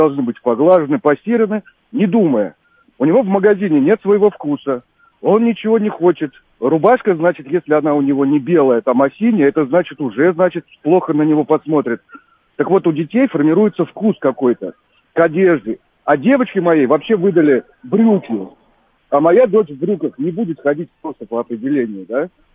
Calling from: Moscow, Russia; я из Москвы.

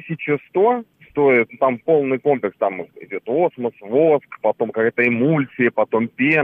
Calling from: Moscow, Russia

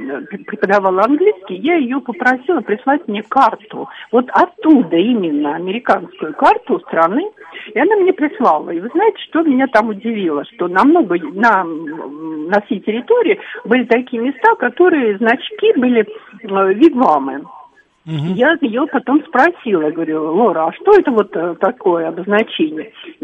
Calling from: Moscow Oblast, Russia; Я из Подмосковья.

